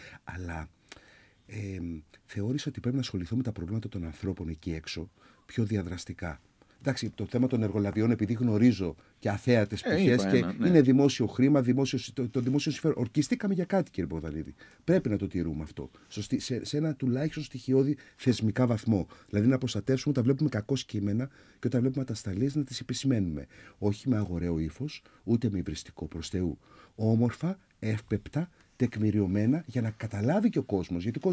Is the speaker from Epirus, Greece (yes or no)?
no; Heraklion, Crete, Greece; σαν πόλη, σαν Ηρακλειώτες